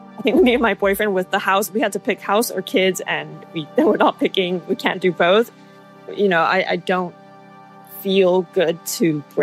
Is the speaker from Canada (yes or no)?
no; Singapore; also born or lived in United States; now in San Diego, United States; I was born in the U.S., where I grew up in Singapore, and then I came back to the U.S. for school.